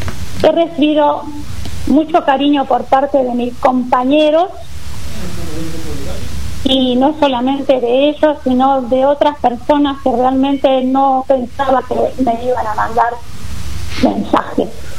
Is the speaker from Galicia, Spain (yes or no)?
yes; Galicia, Spain; born there; moved away; O sea, soy nacida en Galicia, soy nacida. Yo antes de ser española soy gallega.